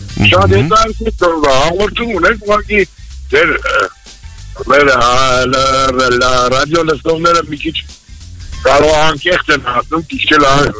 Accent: Yerevan, Armenia; ես ինքս Երևանից եմ ու չեմ պատրաստում փոխել իմ ունը ինչ-որ մեկի

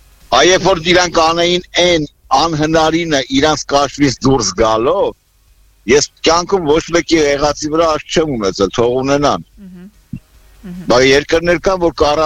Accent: Yerevan, Armenia; also born or lived in Nagorno-Karabakh; Ես 25 տարի ապրել եմ Ղարաբաղում։ Այո։ Ես Երևանցի եմ, ասենք ասեմ։

